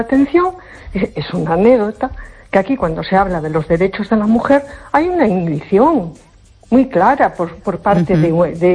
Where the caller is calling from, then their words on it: A Coruña, Galicia, Spain; de Coruña.